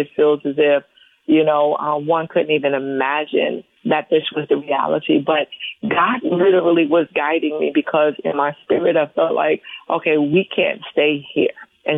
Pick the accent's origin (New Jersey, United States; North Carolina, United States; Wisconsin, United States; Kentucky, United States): New Jersey, United States; Jersey City; Jersey City is where I grew up in New Jersey.